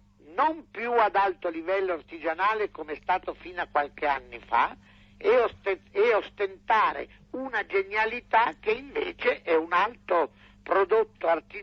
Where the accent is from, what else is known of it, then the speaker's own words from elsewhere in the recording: Gualtieri, Emilia-Romagna, Italy; also born or lived in Rome; In fondo Gualtieri, però, da cui sono un po' terrorizzato ritornarci, perché la mia terra è piena di ricordi e di atmosfere che un po' mi spaventano, pur amandola molto.